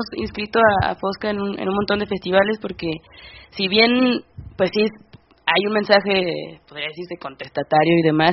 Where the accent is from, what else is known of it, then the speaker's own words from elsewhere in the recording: Mexico; asumimos una identidad como seres humanos en principio y una identidad como mexicanos también, ¿no? Como mujeres